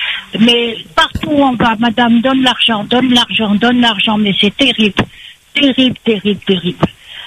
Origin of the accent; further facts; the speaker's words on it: Madagascar; also born or lived in Toamasina; now in Le Tampon, Réunion; moi, j'ai grandi à Madagascar, mais dans l'époque des Français, bien entendu.